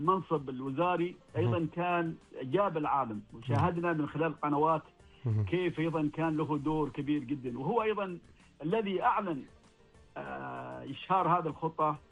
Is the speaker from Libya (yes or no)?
no; Oman; بمجرد ما أذكر إني من سلطنة عمان